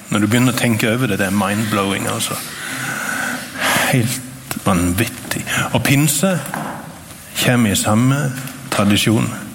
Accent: Sokndal, Rogaland, Norway; now in Nærbø, Norway; jeg kommer fra Sokndal. Jeg bor på Nærbø, der jeg har vært lærer på Trygghjem noen år.

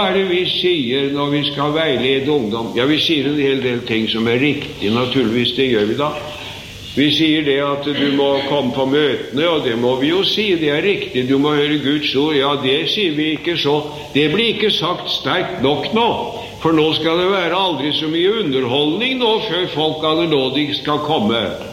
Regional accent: Sarpsborg, Østfold, Norway; I min hjemby i Sarpsborg, det var ikke så flust med penger og all verdens ting den gang som det er nå

